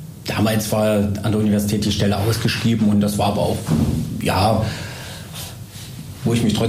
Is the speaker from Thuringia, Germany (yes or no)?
yes; Weimar, Thuringia, Germany; Ich bin aus Weimar, das heißt, ich habe kurze Arbeitswege, kurze Fahrtwege.